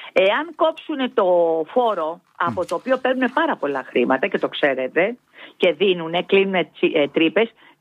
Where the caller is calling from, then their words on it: Piraeus, Attica, Greece; είμαι Πειραιώτισσα